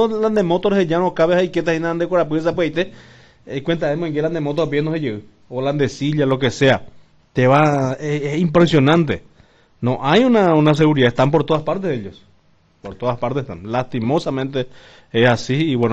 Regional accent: Concepción, Paraguay; porque yo soy oriundo de Concepción

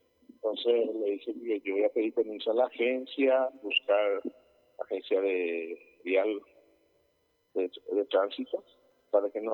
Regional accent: Argentina; No, no es porque somos argentinos y perseguimos a nadie

